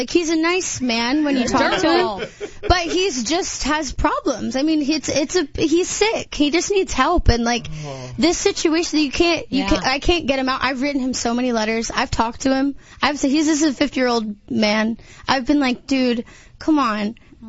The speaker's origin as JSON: {"language": "English", "region": "New York", "country": "United States", "accent": "New York", "said": "the thickest New York accent I could to see if he would, like, trust me better. I don't know. I'm from New York."}